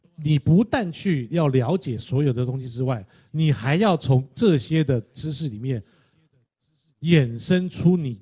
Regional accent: Taiwan; 不用，我们就是台湾人，我们台湾说的相声，我们有台湾特色的台湾的相声，

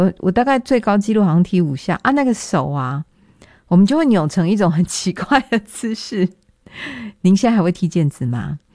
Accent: Taiwan; 国际舞台上很多高手其实是我们台湾人诶。

